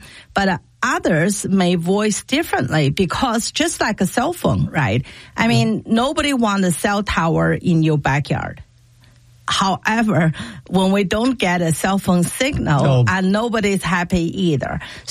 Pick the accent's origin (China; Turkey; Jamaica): China; Tianjin; I grew up in China, okay? U.S. may be different. I remember in 1984, 85, right? That time, there was quite a few five-star hotels built in Tianjin where I grew up, right?